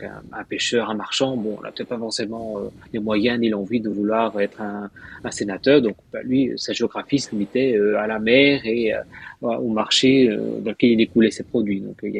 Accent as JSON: {"language": "French", "country": "Spain", "moved": "yes", "lives_now": "Brussels, Belgium", "said": "je suis venu d'Espagne à Bruxelles, et on voulait garder nos racines avec la péninsule ibérique."}